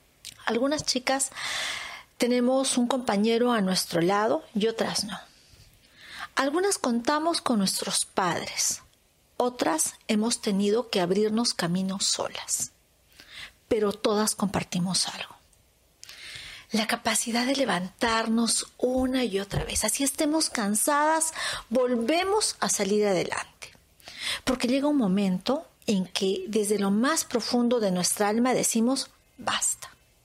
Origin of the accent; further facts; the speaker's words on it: Peru; Como mujer, como madre, como peruana, quiero un país donde nuestros hijos tengan más oportunidades que nosotros